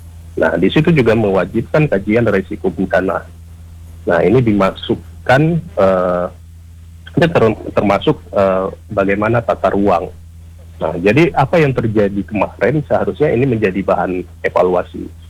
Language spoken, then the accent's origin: Indonesian; Aceh, Indonesia